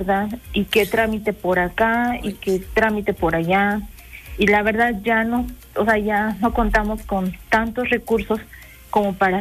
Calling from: Puebla, Mexico; hablo de Puebla, de la colonia Balcones del Sur.

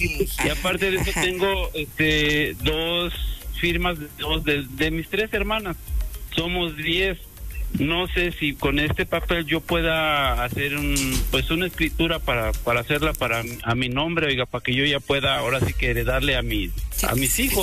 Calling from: San Juan, Puebla, Mexico; yo soy de San Juan.

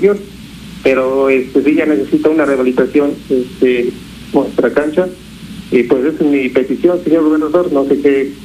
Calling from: San Felipe Teotlalcingo, Puebla, Mexico; de aquí de la comunidad de San Felipe, Teotlalcingo, Puebla.

